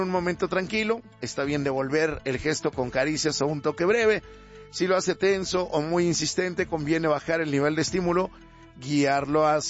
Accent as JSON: {"language": "Spanish", "region": "Mexico City", "country": "Mexico", "said": "el festejo de la fiesta de mi pueblo allá en la Magdalena Culhuacán."}